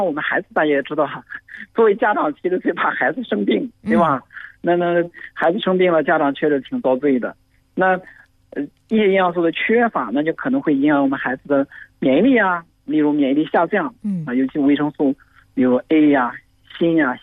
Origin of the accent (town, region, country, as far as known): China